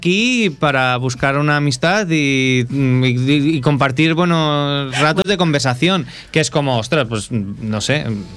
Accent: Esplugues de Llobregat, Catalonia, Spain; Y la chica era de Santa Coloma de Gramanet y me dice, ¿tú de dónde eres? Digo, de Esplugas.

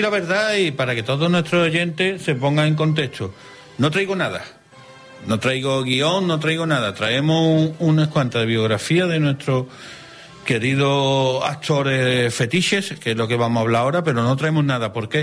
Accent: San Juan de Aznalfarache, Andalusia, Spain; en San Juan de Farache, en mi pueblo. Siempre hemos dicho que es la villa San Juan de Farache, separada de Sevilla, la ciudad, por un puente que cruza el río Guadalquivir. Estamos al lado, es una ciudad dormitorio, pero tenemos nuestra propia identidad.

